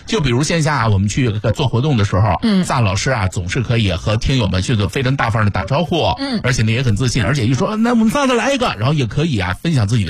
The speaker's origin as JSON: {"language": "Chinese", "country": "China"}